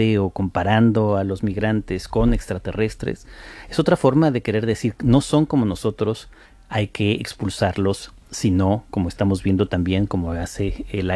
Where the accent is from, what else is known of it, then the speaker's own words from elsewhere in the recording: Spain; also born or lived in United States; soy también español y no siempre me he sentido en España, tengo que decirlo, absolutamente acogido